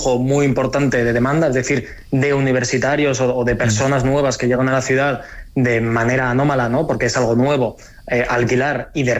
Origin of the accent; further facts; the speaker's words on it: Altea, Valencian Community, Spain; yo cuando empecé a estudiar, yo llegué, bueno, de un pueblito de Alicante, de Altea, me fui a estudiar a Valencia con tres amigos del bachiller.